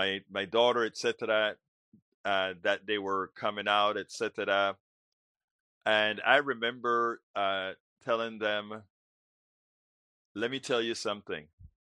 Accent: Panama; I'm from a Caribbean Latino family, right? I'm from Panama.

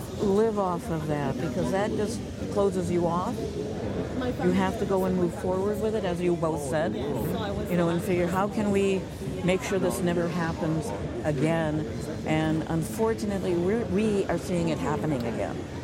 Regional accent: United States; as an American citizen and as an American

